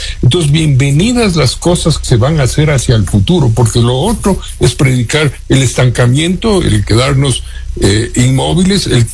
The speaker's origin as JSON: {"language": "Spanish", "country": "Ecuador", "said": "Es un elemento importante de nuestra propia condición como ecuatorianos el tener un museo"}